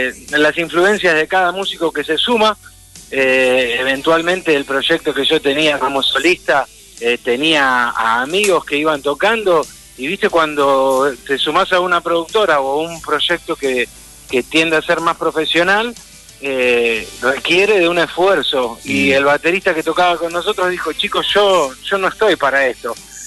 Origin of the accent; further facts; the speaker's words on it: Rosario, Santa Fe, Argentina; Nosotros somos de acá de Rosario